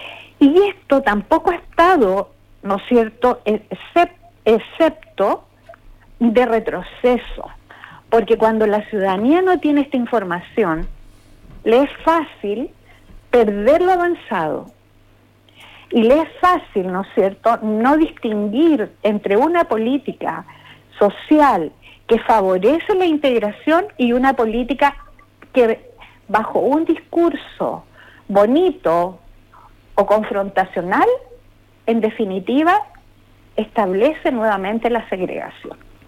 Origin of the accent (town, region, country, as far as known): Chile